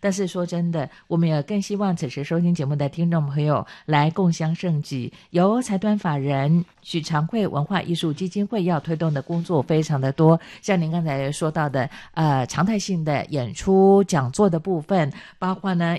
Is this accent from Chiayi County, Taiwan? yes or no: yes; Chiayi, Chiayi County, Taiwan; 希望在我的老家嘉义也有机会可以欣赏到他的特展。